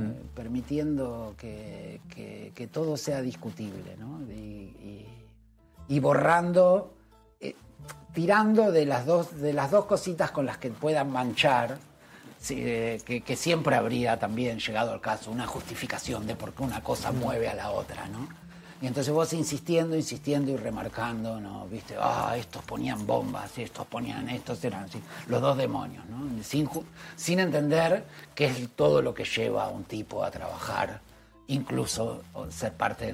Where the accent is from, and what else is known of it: Argentina; moved away